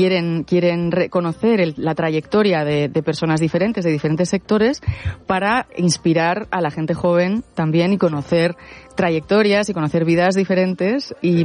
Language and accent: Spanish; Cuenca, Castilla-La Mancha, Spain; born there; Yo nací en Cuenca, pero no he vivido allí tantos años.